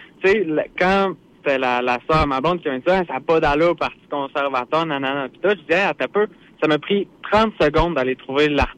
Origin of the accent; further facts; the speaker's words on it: Lévis, Quebec, Canada; now in Sainte-Marie, Canada; moi, j'habite à Sainte-Marie, mais je veux retourner à Lévis parce que je suis originaire de là.